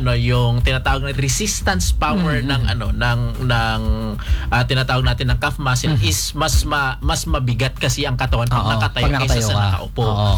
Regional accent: Mindanao, Philippines

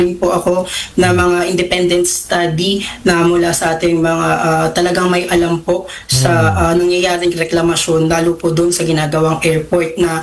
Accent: Hagonoy, Central Luzon, Philippines; dito sa aming bayan at patuloy po itong nagpapahirap sa mga kababayang Hagunowenyo

